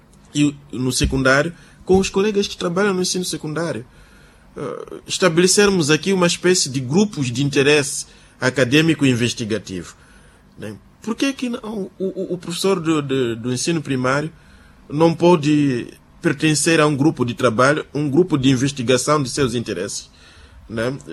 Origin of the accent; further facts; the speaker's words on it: Mozambique; nós, como moçambicanos, sonhamos que, o que deve ser a nossa educação